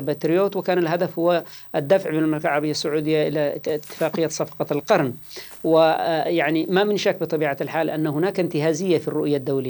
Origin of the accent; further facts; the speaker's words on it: Yemen; بالنسبة لنا نحن كيمنيين